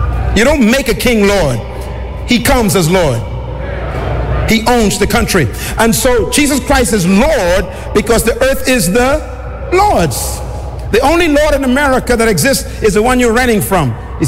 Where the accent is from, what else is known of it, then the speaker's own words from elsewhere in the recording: Nassau, New Providence, Bahamas; when I was born in 1954 in the island of Nassau, New Providence, I was born under a king and a queen.